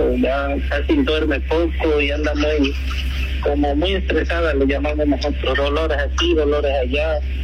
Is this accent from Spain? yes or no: no; Catemaco, Veracruz, Mexico; born there; Yo soy de una parte donde se creció con esa cultura. Yo soy de Catemaco, Veracruz.